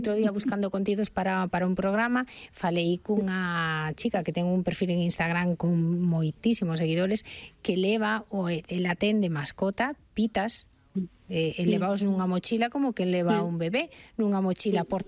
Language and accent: Galician; Ourense, Galicia, Spain; E agora vámonos directamente a Ourense, que non é porque sexa a miña cidade natal, senón porque é preciosa